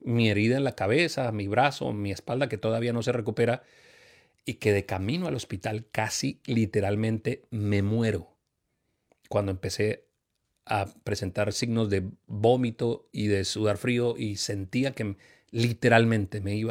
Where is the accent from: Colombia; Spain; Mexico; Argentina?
Colombia; Santander; nosotros como colombianos, como santanderianos